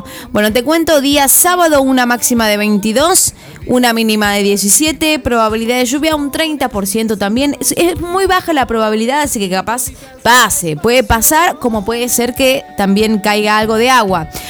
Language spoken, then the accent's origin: Spanish; Tucumán, Argentina; a mí me gusta que nosotros como tucumanos, como santiagueños también